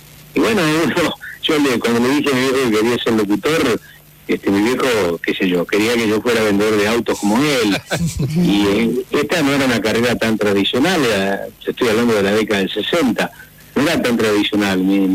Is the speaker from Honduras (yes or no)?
no; San Pedro, Buenos Aires Province, Argentina; moved away; trabajando en una propaladora en mi pueblo, en San Pedro